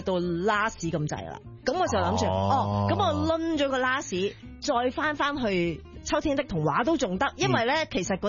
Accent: Hong Kong; 我們香港人

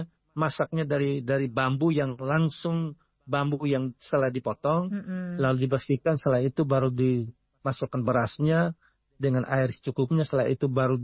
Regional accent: East Nusa Tenggara, Indonesia; Ini ciri khas untuk kami orang Nagekeo

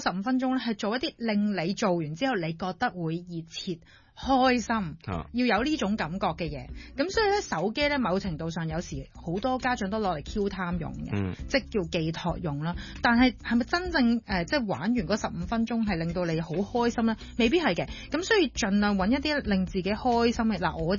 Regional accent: Hong Kong

